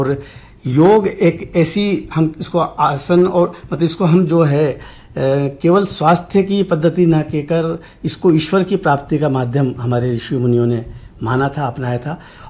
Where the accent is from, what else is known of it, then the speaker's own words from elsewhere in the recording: Nagaur, Rajasthan, India; हमारे गांव नागौर